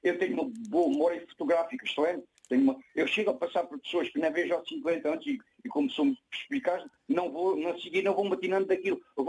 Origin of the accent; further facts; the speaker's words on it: Almodóvar, Beja, Portugal; born there; nasci mesmo em Almodóvar.